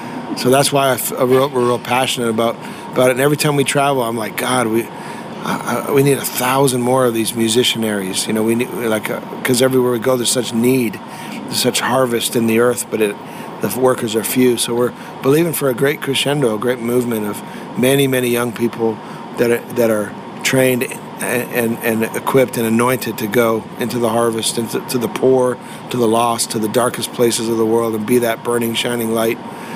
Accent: Australia; I don't think we've had our Australians yet. So we're calling from the Thunder Down Under, calling for them to come on up and join us.

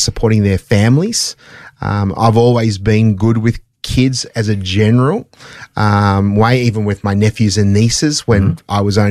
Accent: England, United Kingdom; born there; I was born in England.

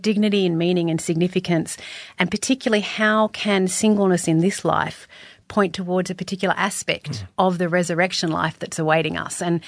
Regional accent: Sydney, New South Wales, Australia; I grew up in Sydney. So I'm a Sydney girl, born and bred in what I thought was the eastern suburbs of Sydney. And then I went to work in Paddington and discovered that I hadn't been living in the eastern suburbs.

